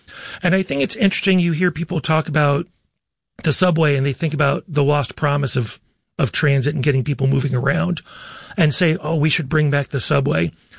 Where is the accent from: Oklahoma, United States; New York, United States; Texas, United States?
New York, United States; born or raised there; now in Rochester, United States